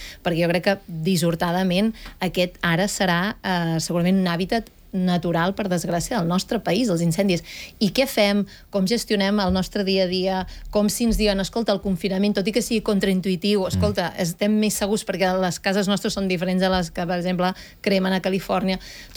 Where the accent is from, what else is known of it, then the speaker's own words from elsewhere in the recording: Banyoles, Catalonia, Spain; Nosaltres, per exemple, jo que soc de Banyoles